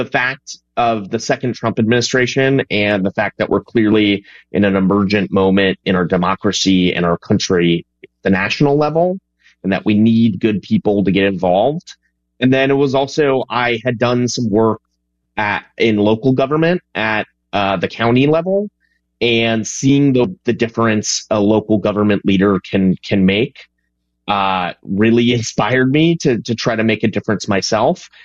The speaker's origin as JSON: {"language": "English", "town": "Madison", "region": "Wisconsin", "country": "United States", "tie": "born or raised there", "said": "Yeah, so I grew up in Wisconsin, though a different part. I grew up in Madison"}